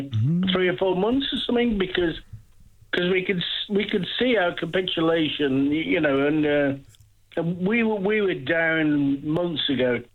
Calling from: Peterborough, East of England, United Kingdom; I don't live in Wolverhampton. I live in Peterborough.

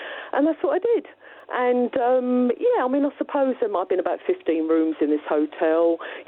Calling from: Harwich, East of England, United Kingdom; I actually live in Harwich.

